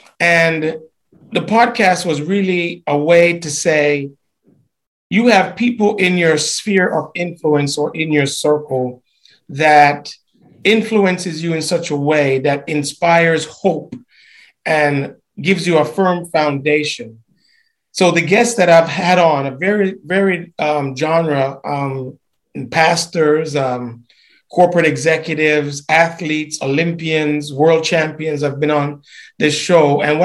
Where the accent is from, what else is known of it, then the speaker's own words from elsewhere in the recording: Jamaica; moved away as an adult; I'm originally from Jamaica, and I came on a track and field scholarship to Howard University.